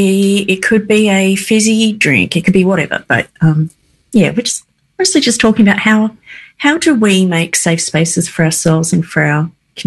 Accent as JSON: {"language": "English", "region": "Tasmania", "country": "Australia", "tie": "born or raised there", "said": "So I grew up in Tasmania, for people that haven't heard me go on about that constantly. Sometimes I'm proud of it and sometimes it's a burden."}